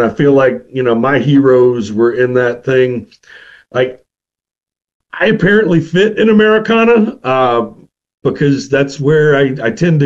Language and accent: English; Greenville, Mississippi, United States; also born or lived in Meridian; my granddad took me to Clarksdale, that, you know, that I grew up in Greenville, that I went to elementary school in Meridian, and that we go to the Jimmy Rodgers Museum every year.